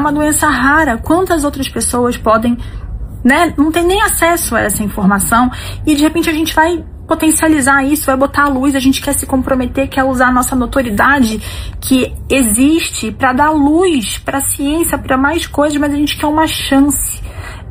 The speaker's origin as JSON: {"language": "Portuguese", "country": "Brazil", "said": "A gente é brasileiro"}